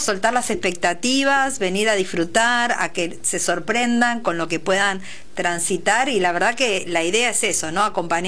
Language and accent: Spanish; Quilmes, Buenos Aires Province, Argentina; estamos acá, somos de Quilmes. Y queremos fomentar todo esto en nuestra zona, ¿no?